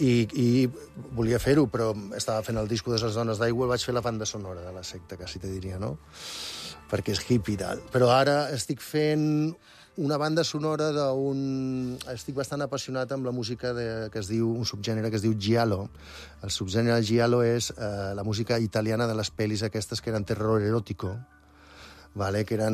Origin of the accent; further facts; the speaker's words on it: Girona, Catalonia, Spain; Jo soc de Girona, jo soc de Girona.